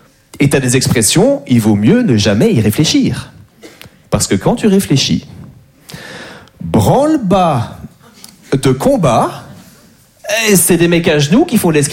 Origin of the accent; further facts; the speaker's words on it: Belgium; Moi j'adore les Français, même si je suis belge